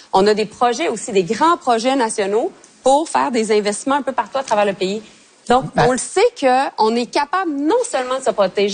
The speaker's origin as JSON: {"language": "French", "town": "Montreal", "region": "Quebec", "country": "Canada", "said": "Moi, je suis montréalaise, là. Donc, c'est sûr, j'ai un parti pris."}